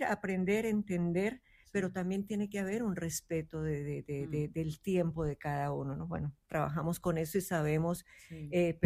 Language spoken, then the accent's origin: Spanish; Colombia; Pero yo soy colombiana.